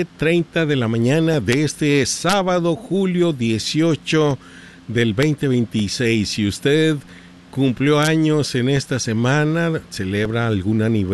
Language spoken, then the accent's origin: Spanish; Monterrey, Nuevo León, Mexico; now in Quad Cities, United States; Y eso me recuerda mucho a mi tierra allá, mi querido Monterrey. Muy húmedo